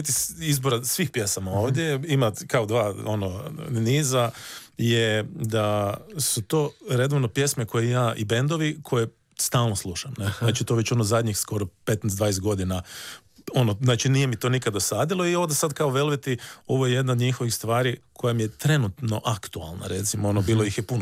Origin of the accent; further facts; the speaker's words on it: Sisak, Sisak-Moslavina County, Croatia; ja sam odrastao na Zibelu, koji je onako vrlo prekrasan dio Siska